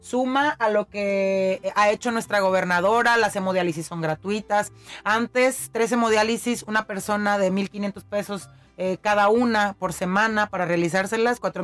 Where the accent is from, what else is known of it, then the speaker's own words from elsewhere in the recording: Colima, Mexico; lo que somos las personas de Colima